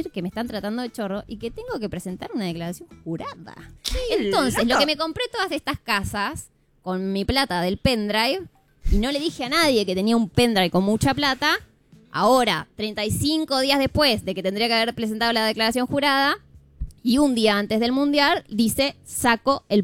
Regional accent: Argentina; Soy la más argentina

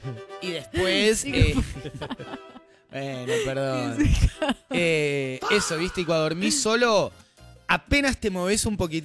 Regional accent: Buenos Aires, Argentina; como buen porteño guampaseca que soy

